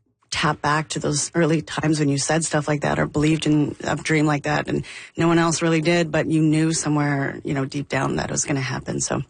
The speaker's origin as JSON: {"language": "English", "town": "Calgary", "region": "Alberta", "country": "Canada", "tie": "born or raised there", "also_born_or_lived": "Jasper"}